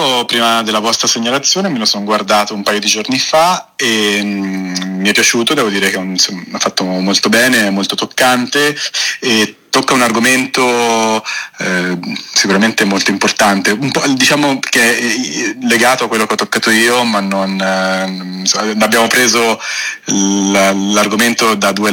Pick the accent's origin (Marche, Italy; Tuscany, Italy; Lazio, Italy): Tuscany, Italy; Castiglion Fiorentino; Castiglion Fiorentino, che è il paesello dove sono nato e cresciuto in Toscana